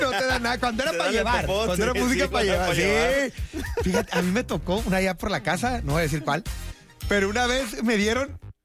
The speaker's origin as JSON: {"language": "Spanish", "country": "Mexico", "said": "como buen mexicano dices, es mejor que sobra que falte"}